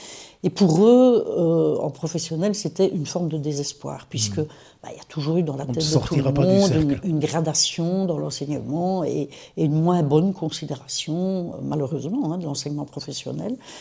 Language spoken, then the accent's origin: French; Wallonia, Belgium; Et puis de la rue de la Coopérative, on a déménagé à la rue des Marronniers. Voilà, et puis j'ai grandi dans ce village-là qui est en effet en Famenne.